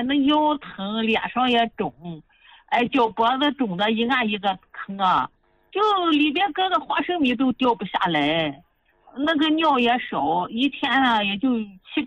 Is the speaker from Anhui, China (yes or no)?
no; Shandong, China; 哎，我是山东的。